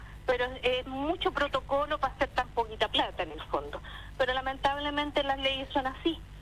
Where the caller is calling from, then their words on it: Talcahuano, Biobío, Chile; Medio Camino Talcahuano